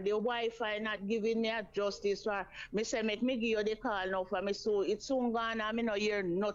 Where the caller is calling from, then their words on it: Kingston, Jamaica; And I'm calling from Arborview in Kingston 17.